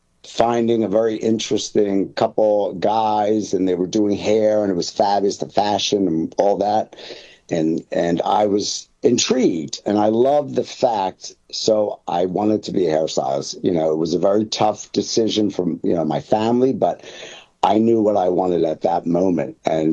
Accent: Philadelphia, Pennsylvania, United States; But anyway, I'm from Philadelphia. That's where I'm originally from.

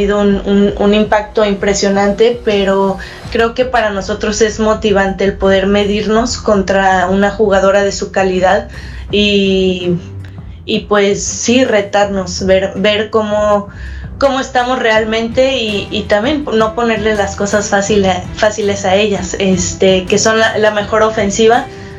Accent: Mexico

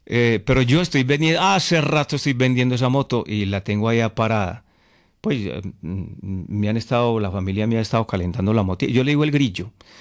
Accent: Concordia, Antioquia, Colombia; now in Medellín, Colombia; La moto está en Concordia. La moto está en mi pueblo.

